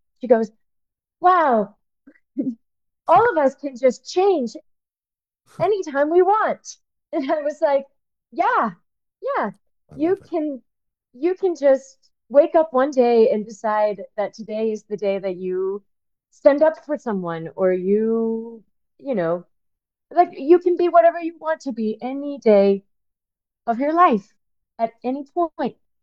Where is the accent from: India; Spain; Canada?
Spain; now in New York, United States; Home for me is floating, is kind of New York. I was born in Spain, so born and raised, so that'll always be home.